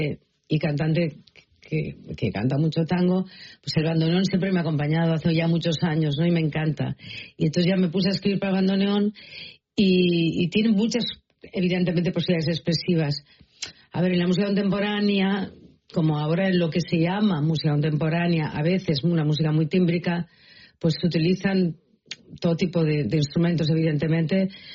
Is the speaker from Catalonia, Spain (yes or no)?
yes; Catalonia, Spain; also born or lived in Madrid / Boston; now in Paris, France; A mí cuando me preguntan si me siento, yo qué sé, catalana, digo, cuando estoy en Madrid me siento catalana, cuando estoy en París me siento quizá española, cuando estaba en Boston me sentía europea